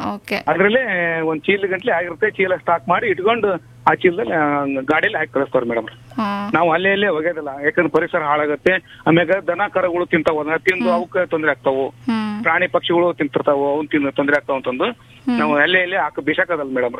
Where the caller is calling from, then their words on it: Harihar, Karnataka, India; ಹರಿಹರ ತಾಲೂಕು, ದಾವಣಗೆರೆ ಜಿಲ್ಲಾ.